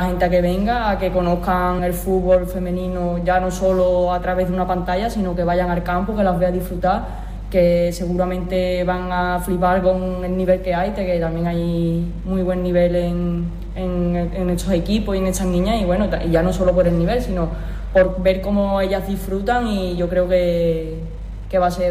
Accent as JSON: {"language": "Spanish", "town": "Morón de la Frontera", "region": "Andalusia", "country": "Spain", "tie": "born or raised there", "said": "como disfruté yo en mis inicios aquí en Morón"}